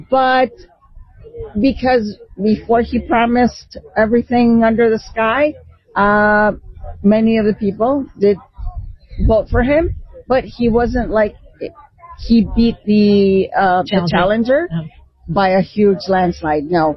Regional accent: Chicago, Illinois, United States; I grew up on 26th Street. Okay. Little Village. When I grew up there, it was predominantly Ukraine, Lithuanian, Polish, all European.

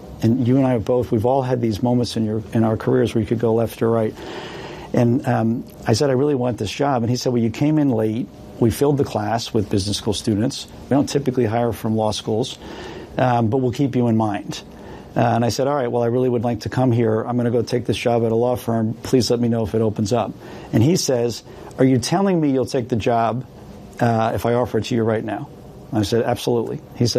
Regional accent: Hopewell Junction, New York, United States; We grew up in Hopewell Junction, New York. I went to John Jay Senior High School.

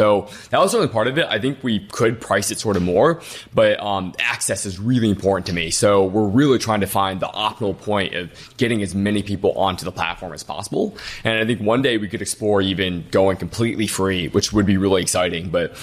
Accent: Detroit, Michigan, United States; Born and raised in Detroit, my parents are immigrants. We didn't have a lot of money growing up.

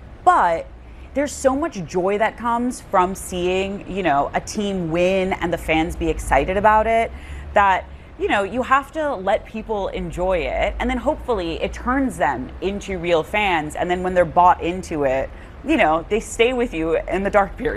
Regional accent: Boston, Massachusetts, United States; As someone who comes from a city, I'm from Boston

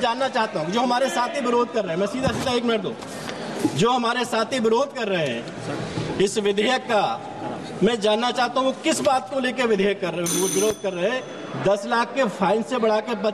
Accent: Uttar Pradesh, India; सभापति, मैं उत्तर प्रदेश से हूँ

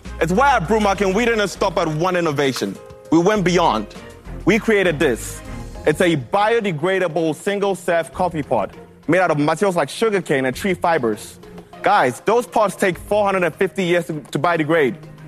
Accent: Ghana; moved away as an adult; also born or lived in Cleveland, United States; now in Indiana, United States; I grew up in Ghana. At 17, I graduated from high school, and I decided I would chase a career of civil engineering in the United States.

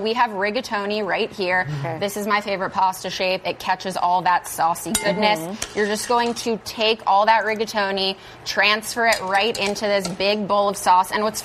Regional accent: Chicago, Illinois, United States; because I'm from the Midwest and I can't help myself.

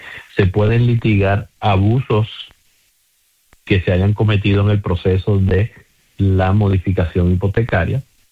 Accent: San Juan, Puerto Rico; Unas personas de CUPEI, de donde soy yo.

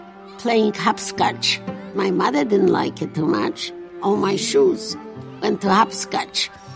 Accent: Lublin, Lublin Voivodeship, Poland; English is a second language; moved away; I was born in Lublin, Poland, in 1929, May the 27th.

